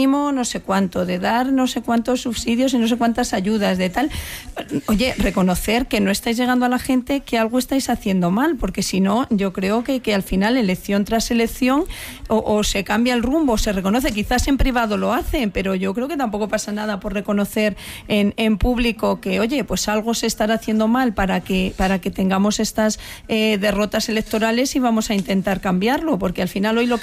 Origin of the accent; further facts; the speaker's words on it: Castilla-La Mancha, Spain; yo, que soy castellano manchega, pues reconozco que ahí estaba con mi presidente